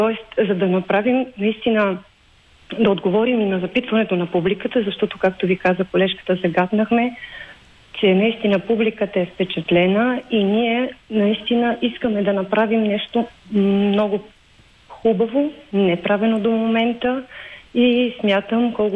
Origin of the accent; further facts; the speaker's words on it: Dupnitsa, Kyustendil Province, Bulgaria; moved away as an adult; Родом съм от Дупница, танцувала съм в читалище Сура, град Дупница